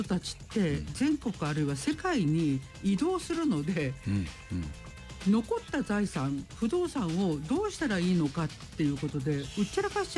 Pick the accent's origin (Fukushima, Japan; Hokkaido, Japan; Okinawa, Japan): Fukushima, Japan; Aizu; moved away; 例えば私の実家が会津にあるんです、はいはい、で誰も住んでないんです